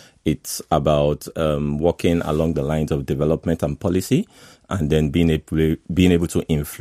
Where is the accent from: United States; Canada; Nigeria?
Nigeria; because I'm Nigerian